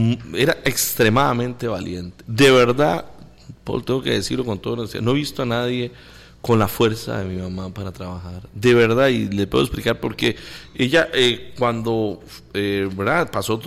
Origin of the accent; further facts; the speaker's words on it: Guápiles, Limón, Costa Rica; also born or lived in San Vito, Coto Brus; me trajo para Guápiles. Entonces yo crecí en Guápiles, soy guapileño, de una familia muy muy no humilde, de escasos recursos.